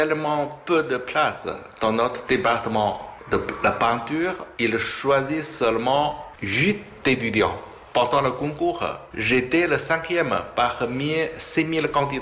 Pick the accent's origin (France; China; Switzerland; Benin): China; born there; French is a second language; Mais je suis né au nord de la Chine, au plein de montagnes, au milieu de la nature.